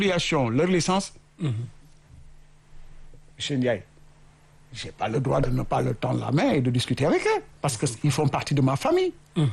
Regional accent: Senegal; born there; Je suis sénégalais. J'ai mes parents. J'ai mes enfants. J'ai mon marabout. Moi, je suis mourite.

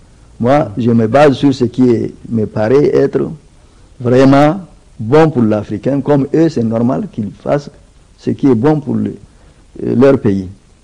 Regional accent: Niamey, Niger; J'étais de Niamey, on m'a envoyé dans une ville moyenne qu'on appelle Kony, mais c'est toujours tout près.

